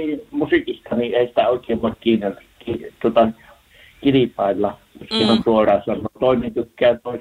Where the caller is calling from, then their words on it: Turku, Southwest Finland, Finland; Mä oon Turunhettamista